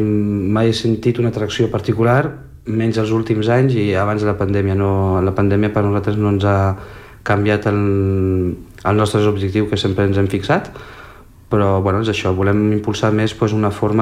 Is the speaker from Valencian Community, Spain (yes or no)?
yes; Valencian Community, Spain; now in Barcelona, Spain; vaig conèixer la meva parella, que és francesa, però la vaig conèixer al meu poble a València